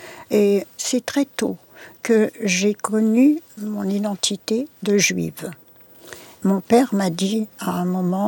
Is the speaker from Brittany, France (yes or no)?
no; Paris, Île-de-France, France; born there; first language Yiddish; French is a second language; also born or lived in Slonim, Belarus; Je suis née à Paris, mais émigrée à Slonim d'abord, puis ramenée en France.